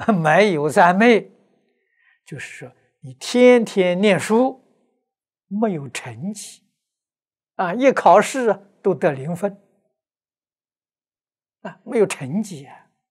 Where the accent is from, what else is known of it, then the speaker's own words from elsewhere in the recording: China; 一定是成圆满的大智慧，我们中国人是这样翻法，这样说法。